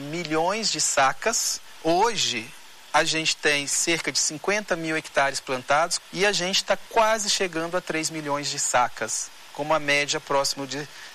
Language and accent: Portuguese; Minas Gerais, Brazil; moved away as an adult; now in Rondônia, Brazil; Como bom mineiro, eu morria de saudade da família, saudade dos amigos, do jeitinho mineiro, né?